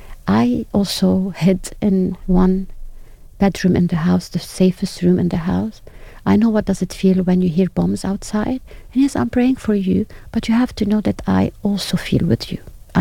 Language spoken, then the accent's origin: English; Lebanon; Of course, I'm from Lebanon, so I met some children in Lebanon